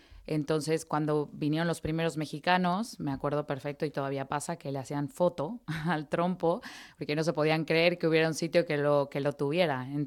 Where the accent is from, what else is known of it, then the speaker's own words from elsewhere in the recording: Puebla, Mexico; Bueno, yo soy de la ciudad de Puebla. Es una ciudad colonial en el centro-sur.